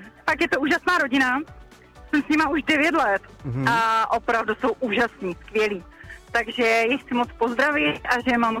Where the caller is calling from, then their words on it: Moravská Třebová, Pardubice Region, Czechia; a jsem z Moravské Třebové.